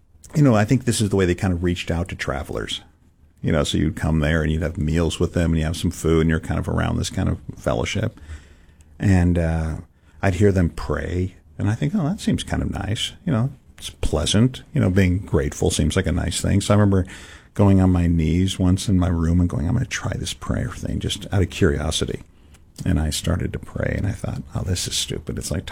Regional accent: San Francisco, California, United States; And part of it is I'm growing up in San Francisco, so it's not like you're not in the middle of church culture. I didn't know a kid who went to church.

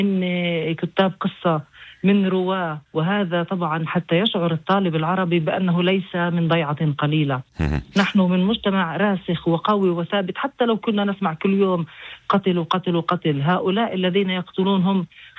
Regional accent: Nazareth, Northern District, Israel

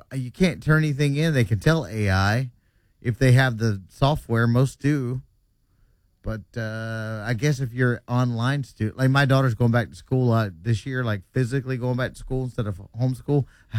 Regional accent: Panama City, Florida, United States; my hometown representing stupid news today, Panama City.

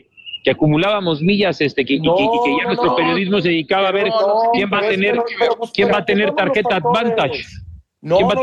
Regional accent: Mexico; aroma mental que nos suele dar como mexicanos el issue que traemos contra ellos

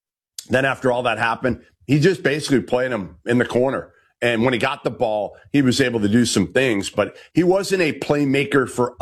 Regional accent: Massachusetts, United States; I'm from Massachusetts, so I had seen AJ since he was a sophomore in high school a bunch.

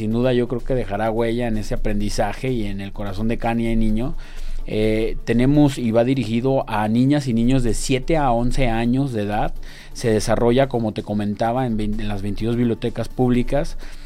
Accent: León, Guanajuato, Mexico; Que es lo que nos caracteriza como leoneses.

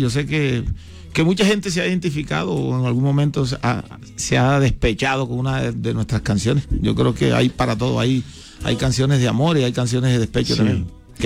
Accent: Bogotá, Colombia; yo me crié en Bogotá

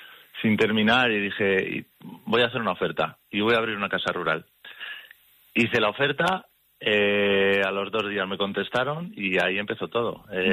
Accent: Yebra, Castilla-La Mancha, Spain; Pues lo primero que tengo que decir es que soy un enamorado de mi pueblo y poder hacer un proyecto así en mi pueblo para mí es algo increíble. Y luego, pues, perspectivas, pues intentar que la gente conozca Yebra

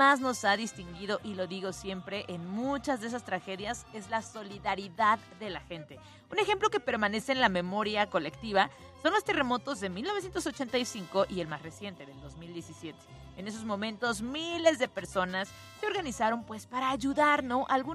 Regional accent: Mexico

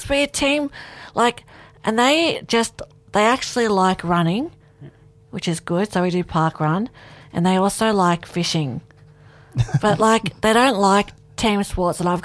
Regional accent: Ulladulla, New South Wales, Australia; I grew up in Ulladulla. My husband grew up in Ulladulla. We both went to Ulladulla High.

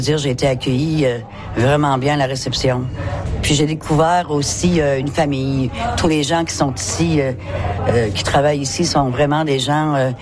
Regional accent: Quebec, Canada; Moi, je viens de la Gaspésie, j'ai rencontré des gens de la Côte-Nord, j'ai rencontré des gens de la Pocatière, du Nouveau-Brunswick, puis on a tissé des liens.

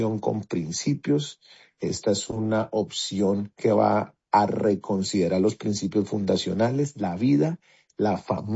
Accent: Colombia; a entender que somos colombianos y que vamos a gobernar para todos. En Colombia cabemos todos.

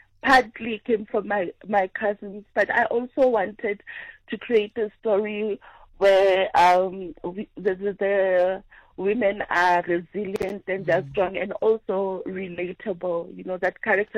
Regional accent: Soweto, Gauteng, South Africa; growing up in Soweto, coming from a previously disadvantaged home.

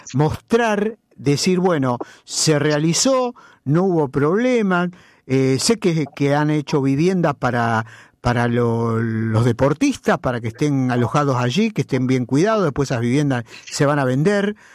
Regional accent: Rosario, Santa Fe, Argentina; como rosarino, que nací, vivo y creo que voy a morir acá

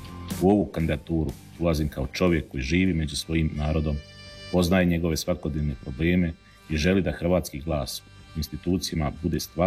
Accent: Teslić, Republika Srpska, Bosnia & Herzegovina; Rođen sam 1983. godine. Dolazim iz Teslića

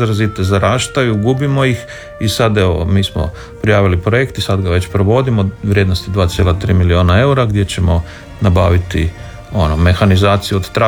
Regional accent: Zagreb, City of Zagreb, Croatia; U Zagrebu, da, djetinjstvo sam u Trnju na Savici

